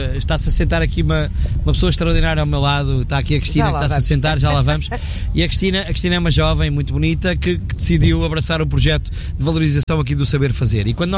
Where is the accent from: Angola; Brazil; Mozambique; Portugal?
Portugal; Pego, Santarém; nós, a Patrícia, que somos do Pego, a Patrícia se calhar não, mas eu aprendi a nadar no Tejo.